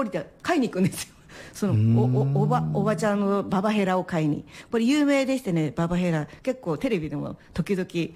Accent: Akita, Japan; moved away; 私秋田出身なんですけど、

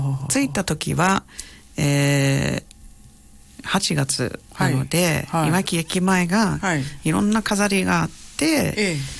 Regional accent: Southland, New Zealand; Japanese is a second language; moved away as an adult; now in Iwaki, Japan; 私の出身地はもう大自然のところで、はい、うん、前のロード・オフ・ザ・リングズっていう映画がとても有名だったんですけど、あそこの撮影 場所は私の近所なんですね。

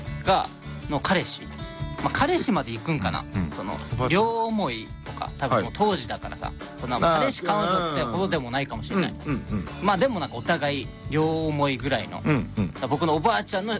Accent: Miyagi, Japan; moved away as an adult; now in Tokyo, Japan; 僕みたいなね、やっぱその宮城のね、本当にどい中から出てきた人間

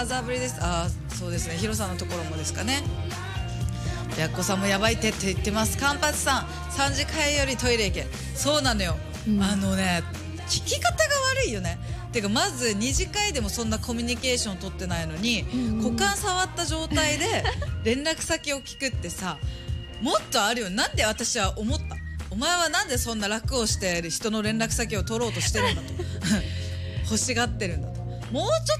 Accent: Ishigaki, Okinawa, Japan; 私どこ中とか言われても石垣出身だから

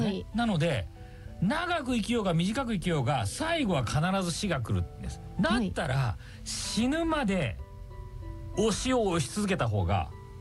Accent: Nishio, Aichi, Japan; 私愛知県西尾市の西尾高校出身なんですけど

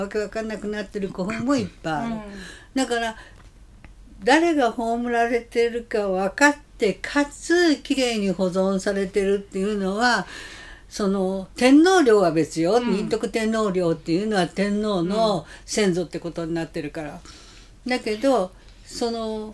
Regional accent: Kansai, Japan; 私はあの関西出身だから向こう市は実は知らなかったのね。

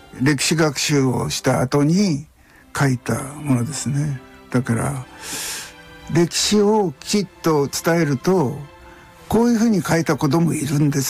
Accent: Yamagata, Japan; 僕はあの小さい時に山形県で育ったんですが、シベリアからね僕の町に3人帰ってきたんですよね。

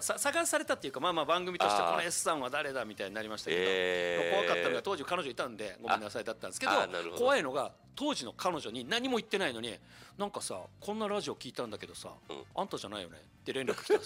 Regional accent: Itoman, Okinawa, Japan; 僕糸満出身なんですけど、

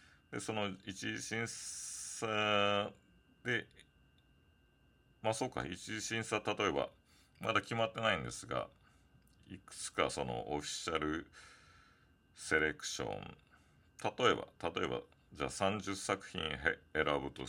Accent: Okinawa, Japan; 地元の沖縄

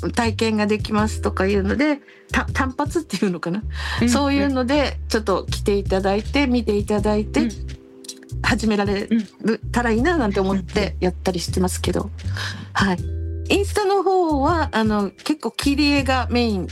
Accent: Okinawa, Japan; 地元沖縄というところから

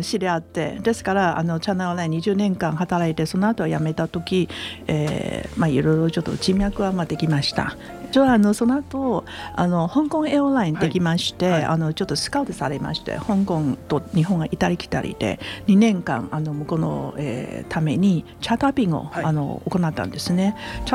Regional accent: Taiwan; 最初はもう台湾の出身ですから台湾は詳しいんですね

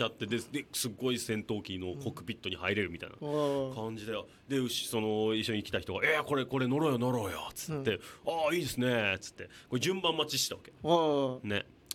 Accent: Okinawa, Japan; 俺もはね、40年これ沖縄出身ですって言ってきながら

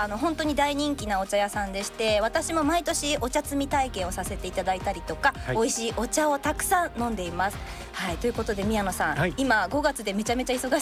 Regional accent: Sayama, Saitama, Japan; 私ももともと私も狭山市出身なので

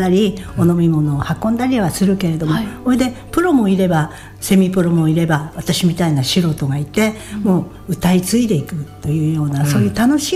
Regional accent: Sapporo, Hokkaido, Japan; でお母ちゃんと私が札幌で生まれ育ったんですけれども

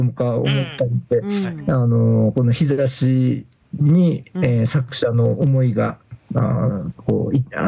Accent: Nagasaki, Japan; 僕もあの出身長崎なんで坂がたくさんありますんで

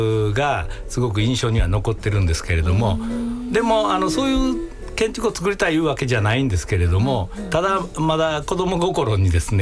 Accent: Osaka, Japan; born there; 僕大阪で生まれてるんですけれども、はい、両親が淡路島の海辺の出身なんですね。

